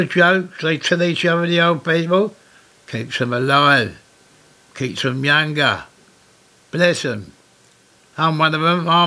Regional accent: Deptford, London, United Kingdom; born there; I was born in Deptford 81 years ago. Keep this to yourself. I was born in Edgewood Street.

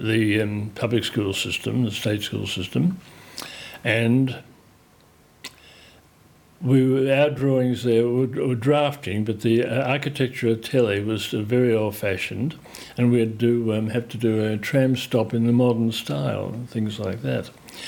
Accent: Australia; being an Australian in the 1950s

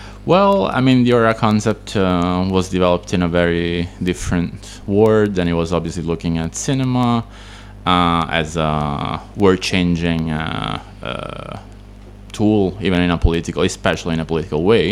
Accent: Italy; now in Palermo, Italy; I'm mostly Italian. I live in the other big island in the Mediterranean, in Sicily. and live in the capital, let's say, of the island, Palermo. And I'm originally from another small region of the south, southern Italy, but I also spent some time abroad, like almost 11 years

